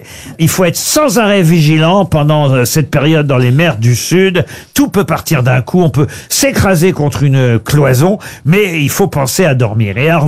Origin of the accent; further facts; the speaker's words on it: France; Même d'ailleurs, chez nous en France, entre Bernard Hinault et Bernard Hinault.